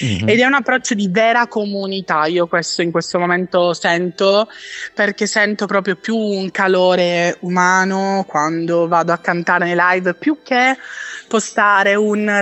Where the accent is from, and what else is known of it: Catania, Sicily, Italy